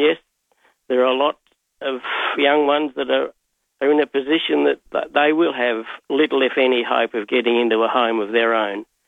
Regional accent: Berri, South Australia, Australia; I grew up in Berry, and we had the Murray Line drive-in up there.

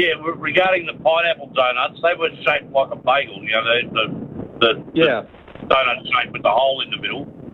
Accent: Melbourne, Victoria, Australia; No, I grew up in Melbourne. I live in Melbourne.

